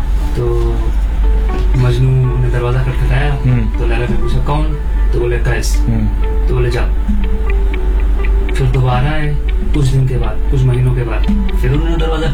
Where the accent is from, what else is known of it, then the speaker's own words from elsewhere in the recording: Lucknow, Uttar Pradesh, India; मैं जैसे मैं लखनऊ से हूँ, तो उर्दू थोड़ी अच्छी ग्रिप है उर्दू पे